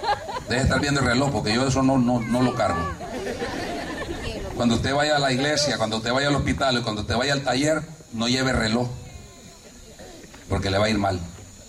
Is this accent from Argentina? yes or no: no; El Salvador; Un día estoy en una campaña en mi país, en una ciudad que se llama Ciudad Barrio.